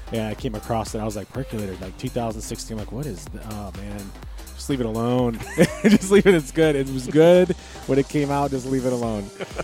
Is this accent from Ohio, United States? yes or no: yes; Toledo, Ohio, United States; I'm from Toledo